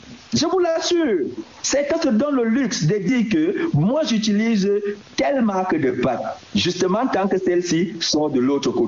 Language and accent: French; Cameroon; mes propres frères camerounais